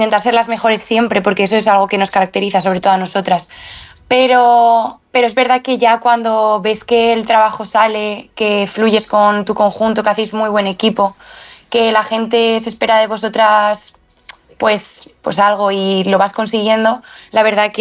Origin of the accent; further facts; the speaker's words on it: Spain; aparte somos las primeras españolas de la delegación en conseguirlo